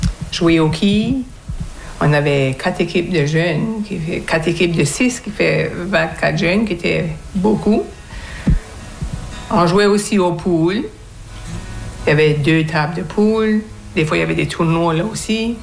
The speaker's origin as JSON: {"language": "French", "town": "Acadieville", "region": "New Brunswick", "country": "Canada", "tie": "born there", "said": "j'ai 62 ans, je vis à Acadieville."}